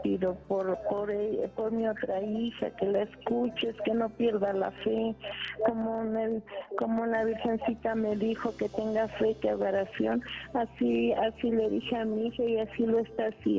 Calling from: Mexico City, Mexico; De aquí de la Ciudad de México.

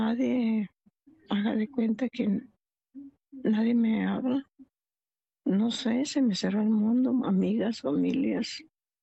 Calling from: Michoacán, Mexico; soy de Michoacán.

